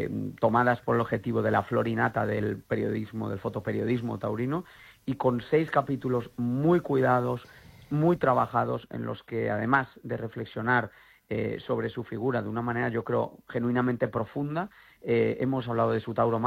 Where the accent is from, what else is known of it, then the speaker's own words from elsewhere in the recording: Santiago de Compostela, Galicia, Spain; Bueno, pues yo soy de Santiago de Compostela, por si acaso no he dado suficientes pistas con mi acento, ¿no?